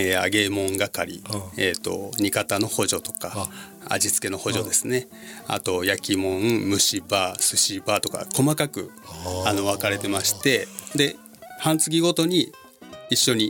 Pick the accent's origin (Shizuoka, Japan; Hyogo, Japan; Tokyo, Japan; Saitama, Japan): Shizuoka, Japan; はい、僕静岡出身なんですが